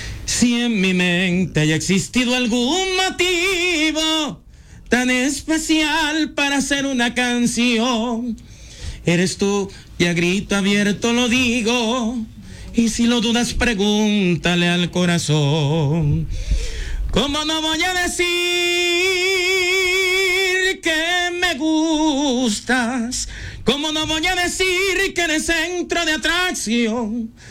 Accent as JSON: {"language": "Spanish", "region": "Guaviare", "country": "Colombia", "said": "Nosotros somos artistas del Guaviare, somos gente de Guaviare, somos gente humilde, trabajadora."}